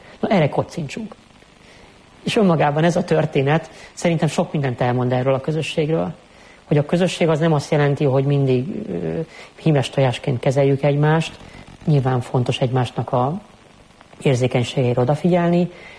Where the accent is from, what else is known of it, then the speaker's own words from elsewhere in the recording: Budapest, Hungary; moved away as an adult; also born or lived in Szeged; én budapesti vagyok, nem mindig éltem Budapesten, mert Szegeden voltam elég hosszan, a szeretes éveim alatt, de azért régebben vissza is kerültem.